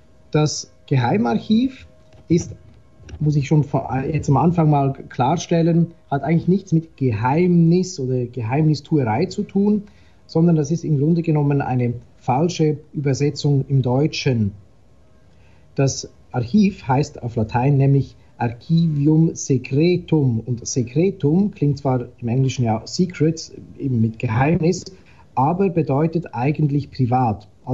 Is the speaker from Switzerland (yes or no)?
yes; Switzerland; moved away as an adult; now in Rome, Italy; als Schweizer Stimme im Vatikan